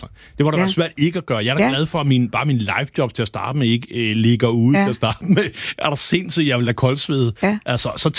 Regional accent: Herlev, Capital Region of Denmark, Denmark; jeg voksede op i Herlev, hvor der altid var røvfuld.

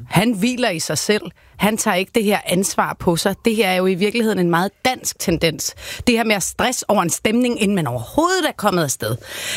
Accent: Jutland, Denmark; Altså, jeg voksede op med den i Jylland.

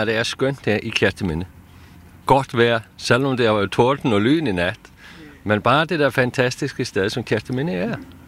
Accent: Iceland; Nej, jeg er fra Island, og jeg er sådan noget kommet hernede bare til at hygge mig i sommeren.

